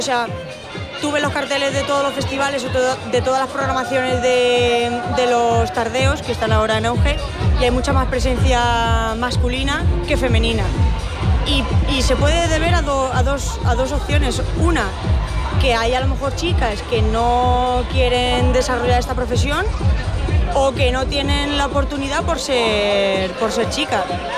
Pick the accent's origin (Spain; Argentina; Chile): Spain; Menasalvas, Castilla-La Mancha; moved away as an adult; yo soy de un pueblo de Toledo, soy de Menasalvas, pero es verdad que llevo aquí 16 años, llevo viviendo desde que empecé la universidad y aquí me he quedado y aquí me quedaré.